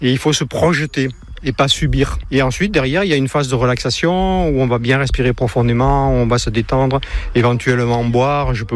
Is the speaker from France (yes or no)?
yes; Bayonne, Nouvelle-Aquitaine, France; j'ai 67 ans et je suis de Bayonne.